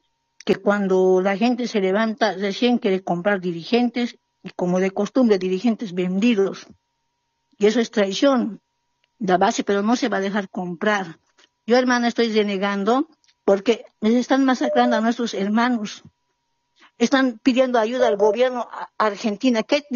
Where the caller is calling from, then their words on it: Bolivia; Por eso somos bolivianos. Los bolivianos somos bien fuertes en lucha, hermana.